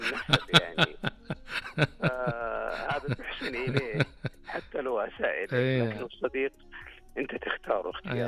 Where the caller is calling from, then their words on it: Medina, Medina Province, Saudi Arabia; من المدينة.